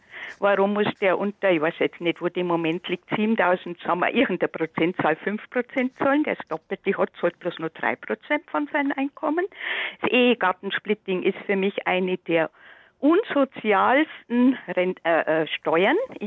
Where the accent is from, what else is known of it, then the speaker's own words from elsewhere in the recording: Bavaria, Germany; born there; now in Munich, Germany; Ich bin selber in der Oberpfalz geboren, wohne aber schon 52 Jahre in München.